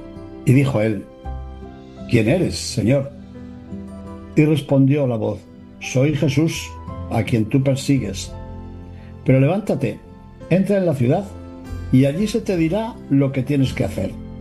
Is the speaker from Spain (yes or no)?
yes; León, Castile and León, Spain; sacerdote de la diócesis de León en España, y hoy les estoy hablando precisamente desde mi ciudad natal, de León, donde nací y donde fui ordenado sacerdote.